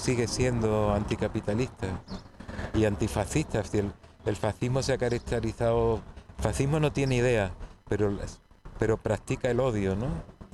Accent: Spain

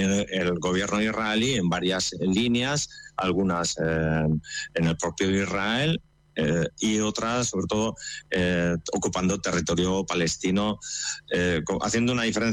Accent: Basque Country, Spain; Como ciudadanos de Euskal Herria y como parte europea, somos parte del engranaje imperialista

